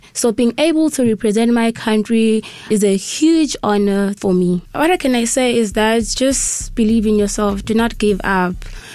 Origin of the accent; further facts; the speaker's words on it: Pietermaritzburg, KwaZulu-Natal, South Africa; I'm 21 years of age. I'm from Peter Marie's Wake in KZN and I'm studying Bachelor of Education in UKZN.